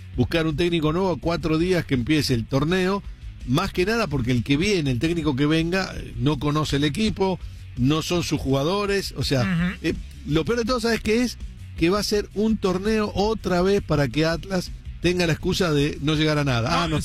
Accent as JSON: {"language": "Spanish", "region": "Buenos Aires", "country": "Argentina", "said": "No, yo no soy de Tucumán, yo soy de Buenos Aires y yo estudié tres años en la Facultad de Arquitectura, en la UBA, la Universidad de Buenos Aires"}